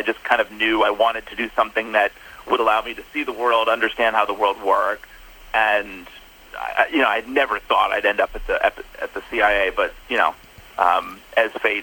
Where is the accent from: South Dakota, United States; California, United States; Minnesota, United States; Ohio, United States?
Minnesota, United States; Minneapolis; also born or lived in Orlando; So I was born in Minnesota. I was raised kind of between Minneapolis and did a stint in Orlando as well.